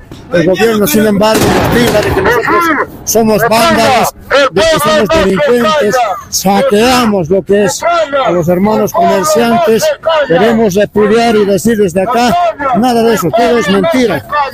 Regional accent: Bolivia

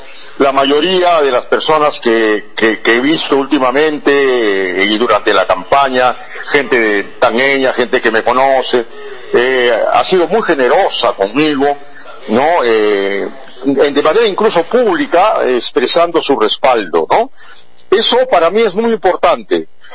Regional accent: Tacna, Peru; yo seguiré trabajando por mi tierra

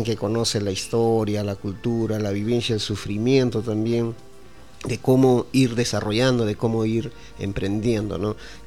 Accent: Chiriari Valley, Junín, Peru; Yo soy del Valle de Chiriari

